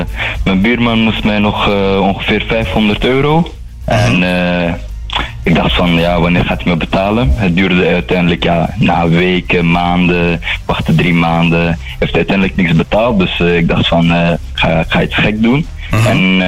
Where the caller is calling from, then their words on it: Dendermonde, Flanders, Belgium; Ja, ik bel vanuit Nieuw Dendermonde. Gevangenis Nieuw Dendermonde.